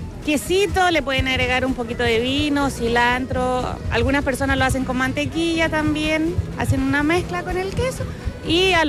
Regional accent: Chile; yo soy la chilena.

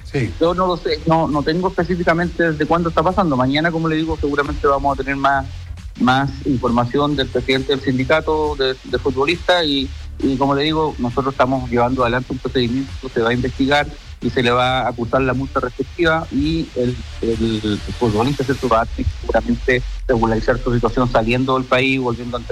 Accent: Chillán, Ñuble, Chile; yo soy de regiones, usted sabe, yo soy de Chillán

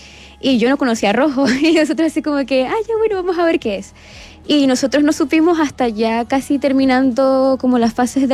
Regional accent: Chile; born there; also born or lived in Venezuela; Yo digo a veces que soy como entre chilena y venezolana porque, o sea, llegué súper chiquita acá y creo que la etapa más importante de mi vida ya las viví aquí, entonces como crecí acá

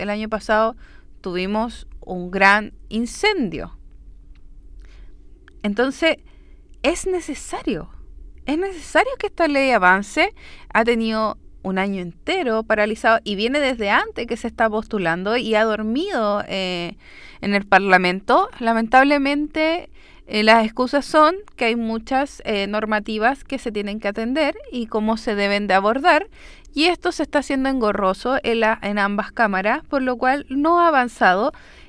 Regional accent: Chile; nosotros como chilenos

